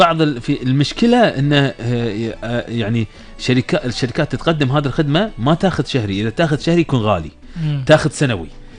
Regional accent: Kuwait; احنا عندنا في الكويت

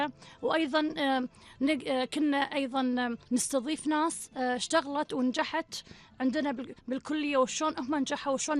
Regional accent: Kuwait; also born or lived in Brighton, United Kingdom; بيئتنا الكويتيه.

